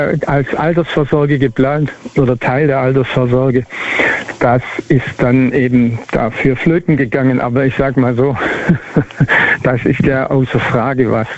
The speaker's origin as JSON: {"language": "German", "region": "Baden-Württemberg", "country": "Germany", "said": "Als Schwabe, nein."}